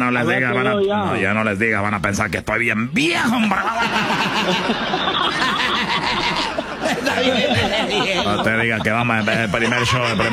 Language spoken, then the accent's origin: Spanish; Honduras; Y en Honduras le dije, bueno, es que ahí en mi país, y la verdad yo siempre quise tener una casa grande.